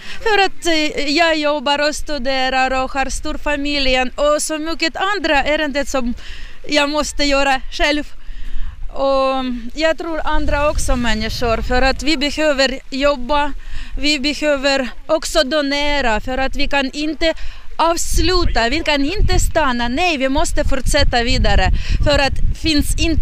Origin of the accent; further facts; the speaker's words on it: Kharkiv, Kharkiv Oblast, Ukraine; Swedish is a second language; now in Finland; Till exempel, jag är från Charkiv, och i min område, mina bekanta människor, det är nästan 100 människor som är dog.